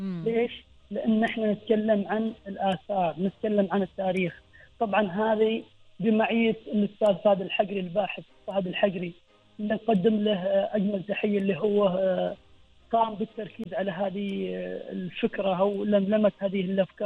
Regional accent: Oman; عندنا في سلطنة عمان من الأزل عندنا نوعين, عندنا نقوش قديمة وعندنا كتابات عمانية قديمة.

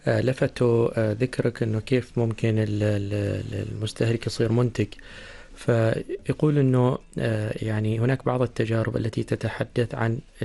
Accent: Oman; عندنا في عمان

